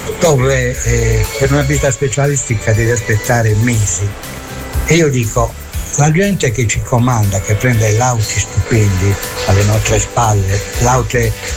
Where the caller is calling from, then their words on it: Cagliari, Sardinia, Italy; Siamo da Cagliari